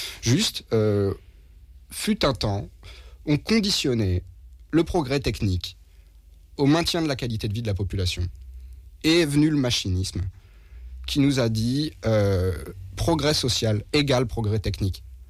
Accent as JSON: {"language": "French", "town": "Orléans", "region": "Centre-Val de Loire", "country": "France", "said": "je viens d'Orléans"}